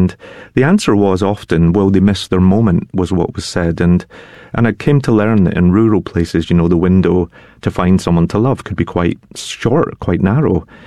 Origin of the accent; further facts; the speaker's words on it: Glasgow, Scotland, United Kingdom; I am a Scotsman who grew up in Glasgow, but I had never been to the Outer Hebrides before.